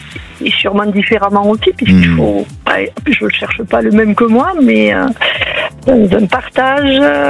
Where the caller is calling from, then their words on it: Clermont-Ferrand, Auvergne-Rhône-Alpes, France; Clermont-Ferrand